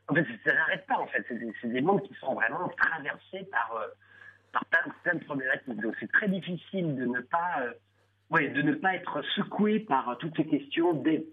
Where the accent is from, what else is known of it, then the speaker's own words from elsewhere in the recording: Rennes, Brittany, France; moved away; je ne suis pas du tout du monde rural. Moi, je suis un petit citadin de Rennes, au départ. Ma mère venait de la campagne